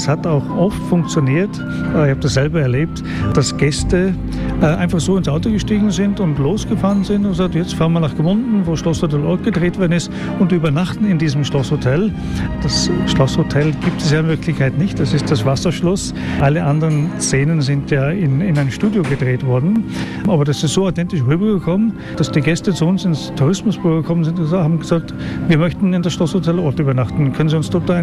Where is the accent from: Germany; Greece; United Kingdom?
United Kingdom; Bedford, East of England; German is a second language; now in Austria; Aus Bedford, das liegt so 50 Kilometer nördlich von London.